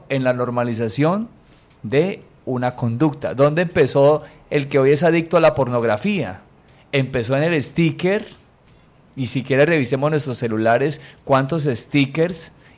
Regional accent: Norte de Santander, Colombia; Yo siempre me he confrontado aquí en esta ciudad de Cúcuta, soy norte santandereano, vale decirlo con toda alegría y gozo

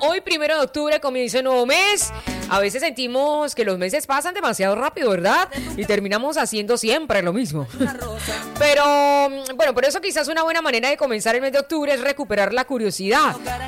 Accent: Colombia; el orgullo de pertenecer a una sola tierra, a esta tierra colombiana, a esta tierra del Sagrado Corazón de Jesús.

